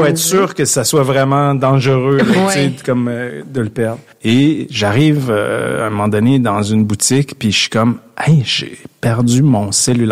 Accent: Canada; je viens du Canada

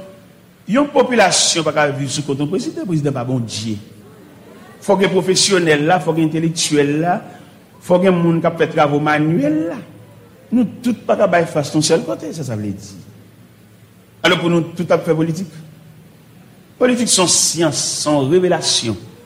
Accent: Haiti; Parce que nous-mêmes, haïtiens chrétiens, avec des petits groupes haïtiens

